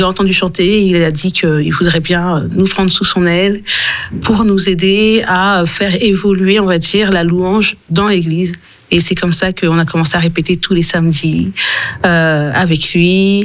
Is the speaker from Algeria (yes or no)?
no; Haiti; Alors moi je suis haïtienne